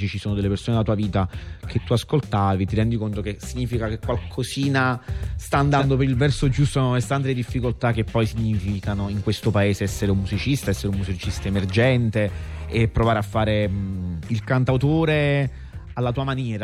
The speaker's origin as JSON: {"language": "Italian", "town": "Naples", "region": "Campania", "country": "Italy", "lives_now": "Turin, Italy", "said": "Io sono napoletano ma sono 3 anni che vivo a Torino."}